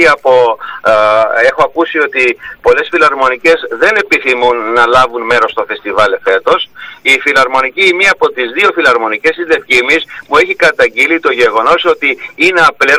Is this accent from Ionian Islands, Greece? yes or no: yes; Ionian Islands, Greece; Δηλαδή λυπάμαι πολύ σαν Επτανήσιος και σαν μουσικός.